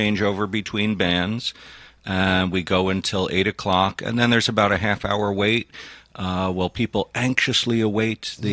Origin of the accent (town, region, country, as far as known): Rhinebeck, New York, United States